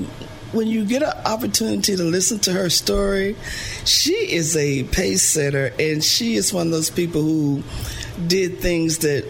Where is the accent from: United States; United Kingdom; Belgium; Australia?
United States; Arkansas; born there; So I was born here in Arkansas, but then we traveled. Then we came back here to Arkansas. I've had opportunities to leave. I left once and ended up coming back. It's something about Arkansas. I feel at home here.